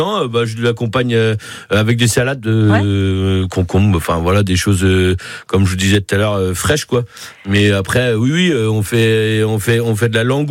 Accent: Brittany, France; quand on est breton on est chauvin

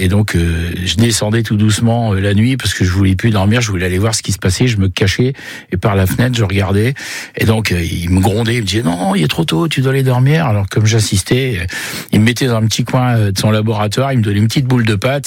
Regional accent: Waterloo, Wallonia, Belgium; born there; Alors, je suis né à Waterloo, il y a 65 ans.

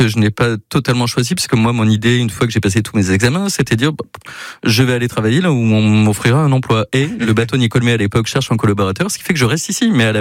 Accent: Bayonne, Nouvelle-Aquitaine, France; also born or lived in Arcachon; c'est peut-être parce que j'ai toujours vécu au Pays Basque, ou quasiment toujours vécu au Pays Basque, que j'ai cette vision-là. Mais à la base, je suis un arcachonnais, je suis né à Arcachon, et j'ai vécu depuis mes 6 mois entre Bayonne-Anglet et Biarritz.

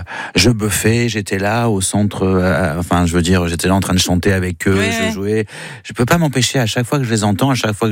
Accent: Spain; Et parce que je suis espagnol, aussi, je suis franco-espagnol, j'ai deux passeports.

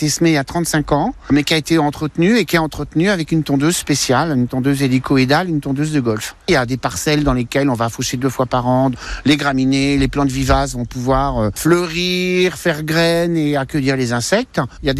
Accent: Barneville, Normandy, France; C'est ce qu'il y a dans les robinets à Barneville, là où j'ai grandi.

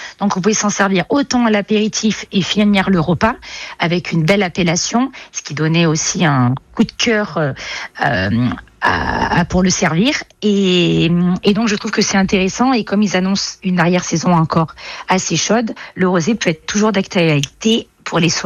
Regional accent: Rhône Valley, France; chez nous en Vallée du Rhône

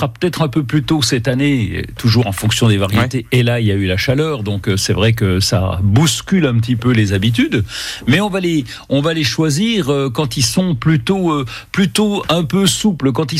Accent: Bourgogne-Franche-Comté, France; Même chez nous, en Franche-Comté, ça peut aller.

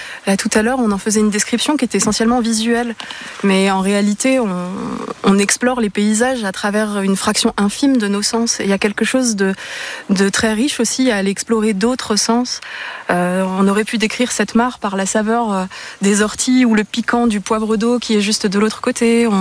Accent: Grand Est, France; j'ai grandi en Lorraine, dans une région qui est très riche en carrières, en forêts, en milieu assez magique et insoupçonné.

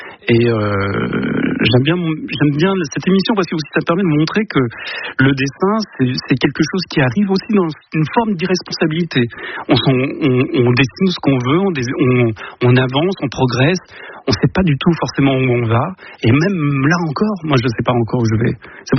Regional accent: Tunis, Tunis Governorate, Tunisia; parce que moi je suis du Tunis

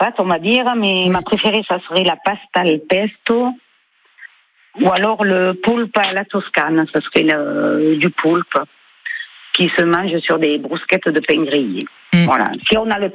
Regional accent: Mende, Occitanie, France; en tant que mangoise

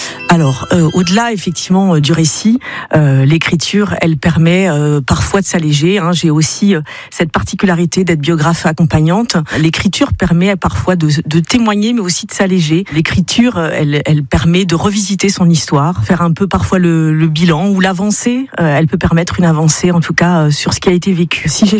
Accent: Parigné-l'Évêque, Pays de la Loire, France; also born or lived in Le Mans; j'ai 50 ans. Je suis née au Mans et j'ai grandi à Parigné-l'Évêque.

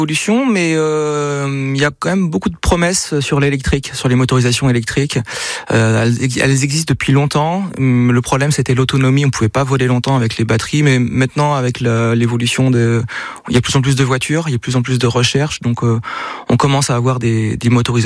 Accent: Pays de la Loire, France; Je suis originaire de Vendée, mais j'ai fait un voyage quand j'avais 20 ans à La Réunion.

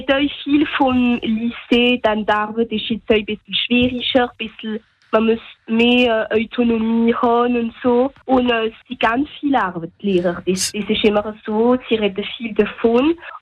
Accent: Strasbourg, Grand Est, France; German is a second language; Also, ich bin 14 Jahre alt und ich komme aus Strasbourg.

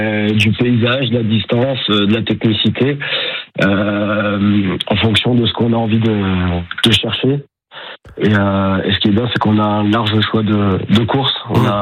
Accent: Provence-Alpes-Côte d'Azur, France; moved away; Moi, du coup, je suis originaire de la Côte d'Azur. J'ai grandi à Montsartou, donc pas bien loin de Nice.

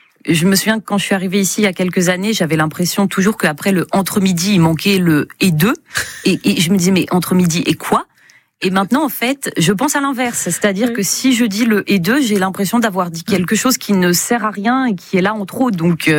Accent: Nantes, Pays de la Loire, France; moved away as an adult; now in Metz, France; Je suis de Nantes.

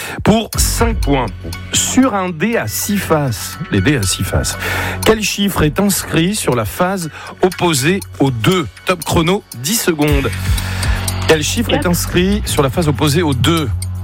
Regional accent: Auvergne-Rhône-Alpes, France; C'est vrai, bah, en même temps, je suis auvergnat.

